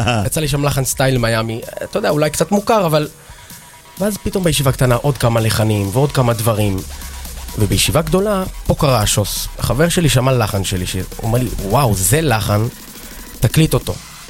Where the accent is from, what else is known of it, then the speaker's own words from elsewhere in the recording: Jerusalem, Jerusalem District, Israel; וגדלנו בארנוף. זהו, אתה יודע, חרדים הארדקור